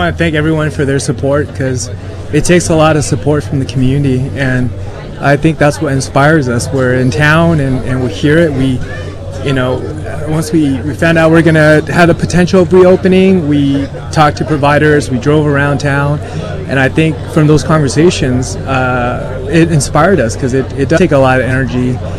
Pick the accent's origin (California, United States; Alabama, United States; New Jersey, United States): California, United States; Pasadena; also born or lived in China; I'm from Pasadena, but I was born in China. I was born in rural China.